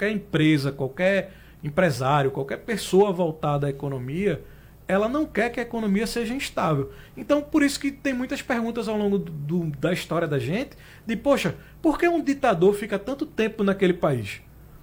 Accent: Brazil

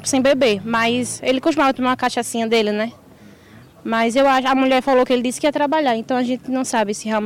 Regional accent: Caruaru, Pernambuco, Brazil; Eu sou daqui de Caruaru mesmo.

